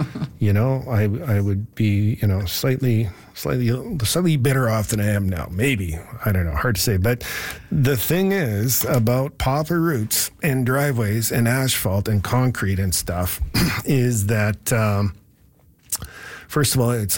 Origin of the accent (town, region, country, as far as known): Calgary, Alberta, Canada; born or raised there